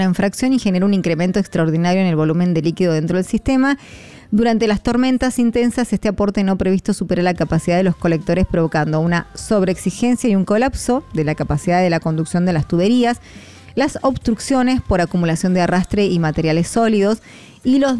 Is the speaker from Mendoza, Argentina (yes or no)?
yes; Mendoza, Argentina; todos somos vecinos acá, mendocinos